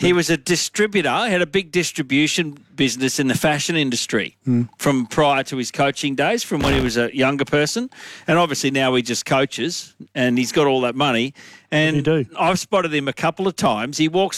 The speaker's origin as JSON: {"language": "English", "town": "Brisbane", "region": "Queensland", "country": "Australia", "tie": "born or raised there", "said": "There was a guy I grew up with in Brisbane."}